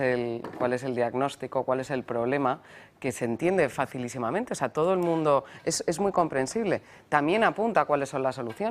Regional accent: Valencian Community, Spain; a mí me duele especialmente como valenciano la naranja y además que mi familia ha sido cultivadora de naranja

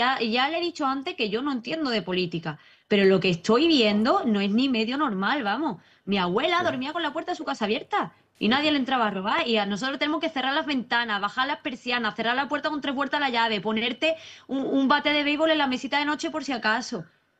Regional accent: Ceuta, Spain; y que somos españoles.

